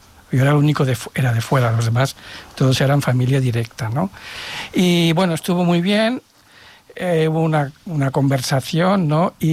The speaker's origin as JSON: {"language": "Spanish", "region": "Catalonia", "country": "Spain", "tie": "born there", "said": "yo nací en el Valle Brón con mi hermano mellizo y nos bautizaron allí porque se pensaban que nos moríamos."}